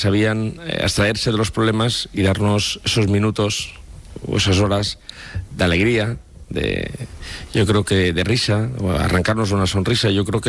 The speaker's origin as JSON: {"language": "Spanish", "region": "Valencian Community", "country": "Spain", "said": "tenía algunos rasgos muy característicos TIP de lo que somos los valencianos, ¿no?"}